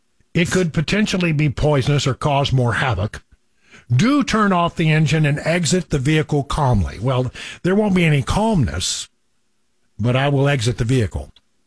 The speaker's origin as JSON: {"language": "English", "region": "Texas", "country": "United States", "tie": "born or raised there", "moved": "yes", "lives_now": "Nashville, United States", "said": "Well, it's because I grew up in West Texas where the snakes can kill you."}